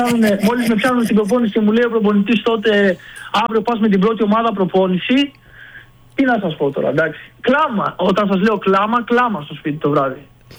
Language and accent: Greek; Larissa, Thessaly, Greece; είμαι Λαρισαίος, μεγάλωσα εκεί.